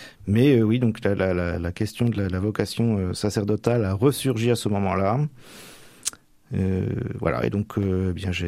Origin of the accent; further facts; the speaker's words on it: Normandy, France; Non, parce que je suis vraiment originaire de la Manche, hein, même si je suis originaire du Nord-Manche, mais bah, ma région natale, le Val-de-Serre